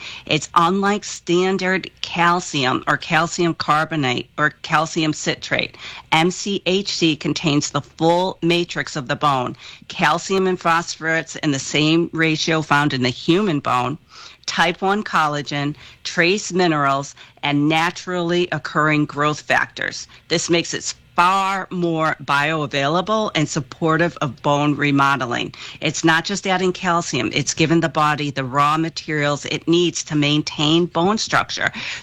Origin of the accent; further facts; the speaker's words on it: Ireland; I always say we don't count alcohol calories because I'm the Irish dietitian.